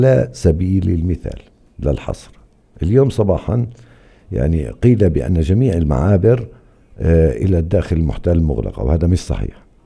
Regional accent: West Bank, Palestine; إحنا كفلسطينيين

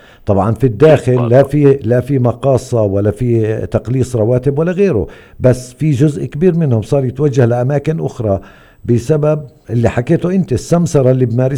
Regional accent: Hebron, West Bank, Palestine; زي ما بنحكيها بالخليل

